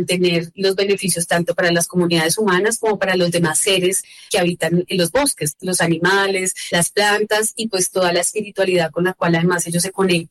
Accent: Colombia

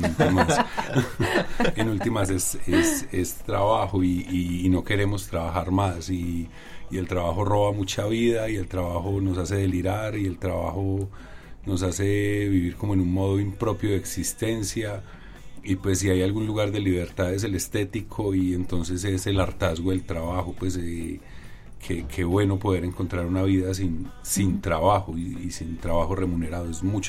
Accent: Medellín, Antioquia, Colombia; yo crecí en esas casas, ahí a la vuelta ahí vivieron familiares, vivieron los amigos del colegio.

